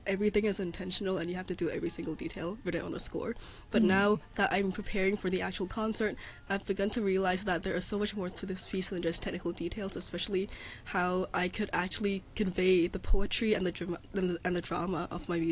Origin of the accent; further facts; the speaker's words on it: Hong Kong; I felt like I was really blessed, as growing up in Hong Kong, it has always been my lifelong dream of collaborating with one of the local professional orchestras